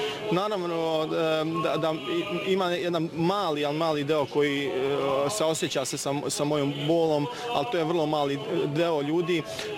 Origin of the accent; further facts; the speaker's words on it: Bratunac, Republika Srpska, Bosnia & Herzegovina; Da, u Bratuncu ja živim, ja sam reči iz Bratunca.